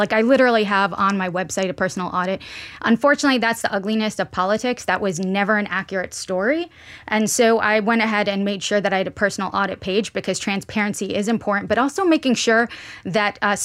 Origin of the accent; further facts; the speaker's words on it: Honduras; moved away as an adult; now in United States; I'm an immigrant who came to this country. I'm Hispanic. I'm from Honduras.